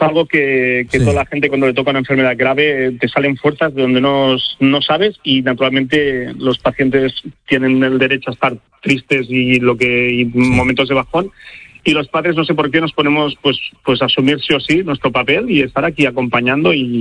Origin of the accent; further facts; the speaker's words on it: Catalonia, Spain; now in Barcelona, Spain; Pues otra vez viviendo en Barcelona, nosotros somos de La Garrocha, de la comarca allí a lo alto de Cataluña